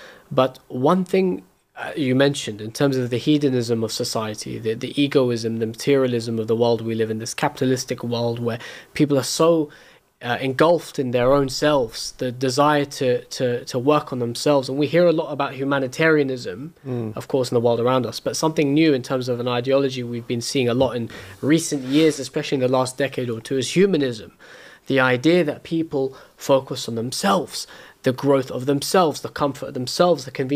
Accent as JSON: {"language": "English", "region": "London", "country": "United Kingdom", "tie": "born or raised there", "said": "I feel reflecting growing up in London, which I would argue, I don't know about you, Sheikh, but I feel London is the hub of Western Shiism."}